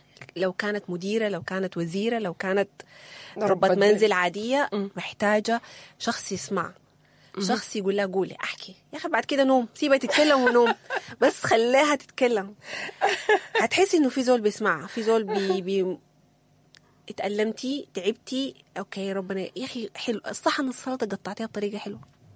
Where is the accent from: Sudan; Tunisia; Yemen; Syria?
Sudan; احنا كسودانيين